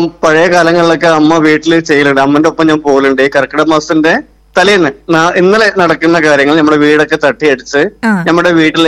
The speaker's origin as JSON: {"language": "Malayalam", "town": "Chittur", "region": "Kerala", "country": "India", "tie": "born or raised there", "said": "ഞാൻ കുട്ടിക്കാലത്ത് കളിച്ച് വളർന്ന ഒരു സ്ഥലമാണ് ചിറ്റൂർ താലൂക്ക്. ഞാൻ ബോയ്സിലാണ് പഠിച്ചത് ചിറ്റൂരെ."}